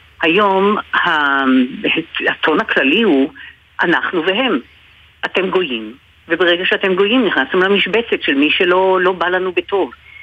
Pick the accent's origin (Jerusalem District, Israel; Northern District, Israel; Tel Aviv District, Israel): Jerusalem District, Israel; Jerusalem; אני גדלתי בשנות ה-60 בירושלים, והיה ממש יחסית רגוע ביותר